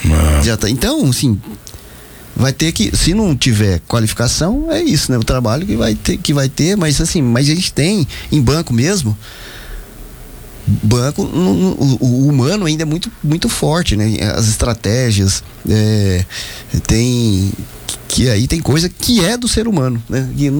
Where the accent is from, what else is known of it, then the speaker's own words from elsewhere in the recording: Britânia, Goiás, Brazil; Eu morava em Britânia, que eu mudei de Britânia com 10 anos, ou seja, eu devia ter 7, 8 anos.